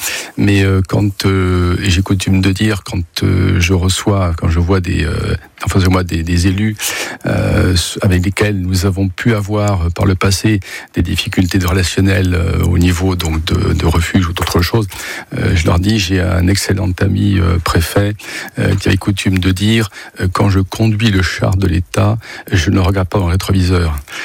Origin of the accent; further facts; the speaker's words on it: Occitanie, France; born there; Et donc, c'est totalement par hasard que je suis né dans le Gard.